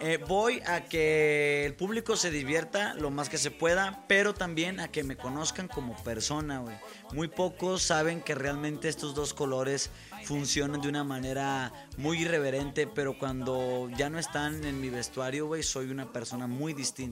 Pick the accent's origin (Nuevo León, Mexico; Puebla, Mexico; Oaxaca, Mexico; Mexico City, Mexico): Nuevo León, Mexico; Monterrey; la mayoría ni nos conoce como regios